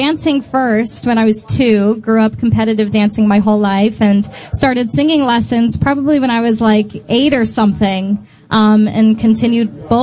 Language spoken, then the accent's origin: English; North Haven, United States; I'm from North Haven.